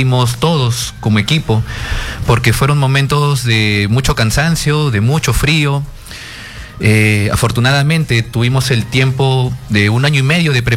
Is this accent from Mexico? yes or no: no; Peru; Pero como peruano, yo diría que aún más es mi orgullo y mi felicidad de formar parte de esta película.